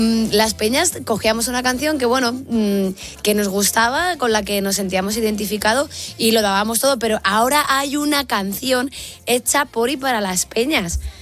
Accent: Castile and León, Spain; Mi pueblo está en Meganzones.

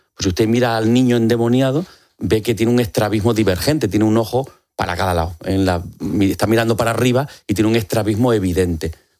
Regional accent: Extremadura, Spain; Yo vivía, soy extremeño, vivía en Badajoz y venía con frecuencia a Madrid, al Museo del Prado.

